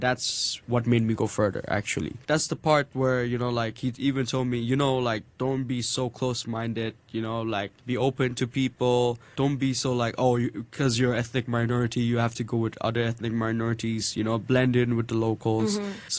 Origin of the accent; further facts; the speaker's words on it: Bangladesh; I don't know much about my home country, Bangladesh, but when I do go there, they also ask me, why are you so, in our language, they will say, koto bidishi hoigesus?